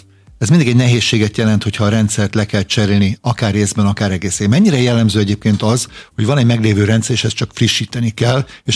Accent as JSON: {"language": "Hungarian", "country": "Hungary", "said": "amúgy is magyarok vagyunk"}